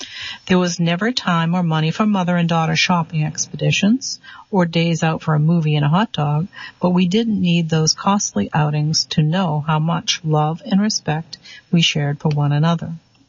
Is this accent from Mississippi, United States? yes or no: no; Mount Vernon, New York, United States; were always as close as could be and were referred to in our neighborhood in Mount Vernon, New York, as the Irish twins.